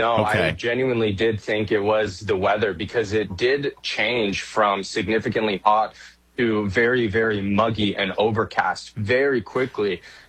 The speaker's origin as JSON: {"language": "English", "region": "West Coast", "country": "United States", "moved": "yes", "said": "I'm from the West Coast."}